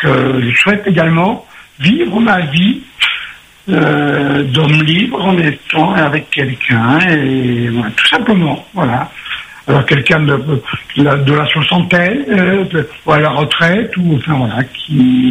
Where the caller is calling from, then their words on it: Bordeaux, Nouvelle-Aquitaine, France; je suis sur Bordeaux.